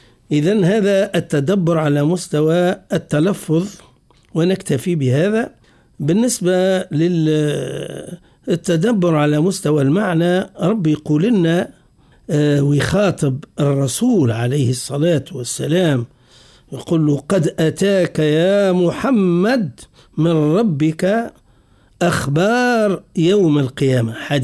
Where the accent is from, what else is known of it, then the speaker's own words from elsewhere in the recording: Tunisia; عندنا في تونس في بعض مناطقنا ينطقوا بالغين مرققة